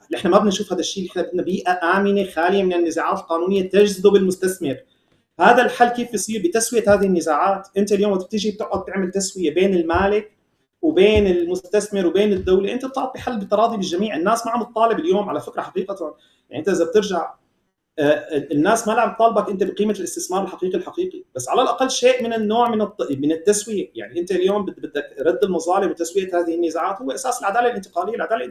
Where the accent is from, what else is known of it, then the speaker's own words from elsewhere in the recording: Syria; نحن كسوريين